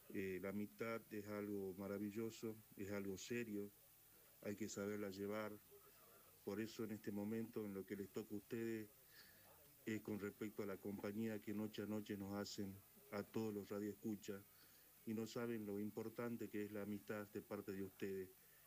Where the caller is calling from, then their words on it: Tartagal, Salta, Argentina; de Tartagal, Salta.